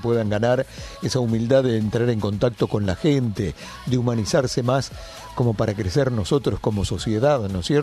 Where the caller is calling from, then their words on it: Argentina